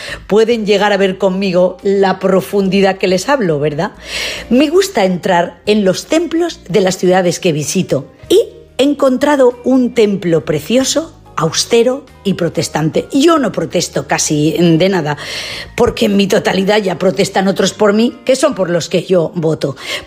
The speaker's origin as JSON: {"language": "Spanish", "region": "Castile", "country": "Spain", "said": "ya que yo soy castellana y frontal"}